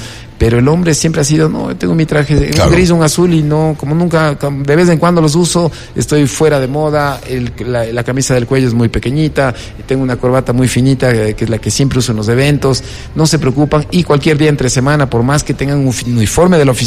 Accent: Ecuador; Nosotros en Ecuador

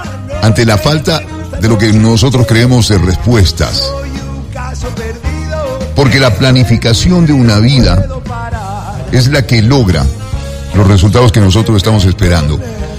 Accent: Ecuador; born there; tú, yo, fuimos los privilegiados de nacer en él, y encima nacimos en el Ecuador

